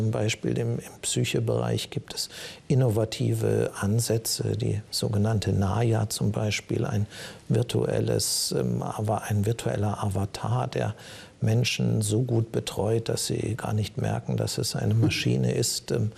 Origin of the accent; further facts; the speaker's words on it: Germany; Wir sind als Deutsche nicht mehr so viel besser, wie wir teurer sind.